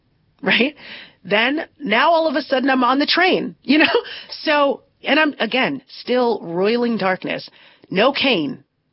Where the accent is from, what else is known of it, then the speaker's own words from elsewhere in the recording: Nigeria; now in New York, United States; as a Nigerian, or maybe as an Aries, or maybe as a New Yorker